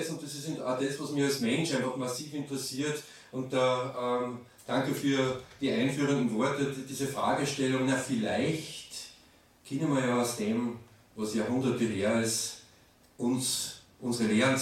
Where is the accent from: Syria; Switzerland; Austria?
Austria; Eigenschlägl, Upper Austria; Es ist allein in dem Raum Oberösterreich einfach schlichtweg so, dass dort, wo ich herkomme aus Eigenschlägel, Nebenerwerbsbauern sind